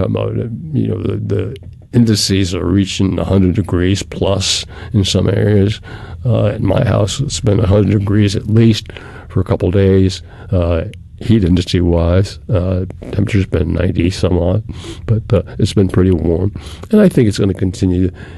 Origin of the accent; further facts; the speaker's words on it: Massachusetts, United States; Just as I grew up in Massachusetts, I was accustomed to the cold.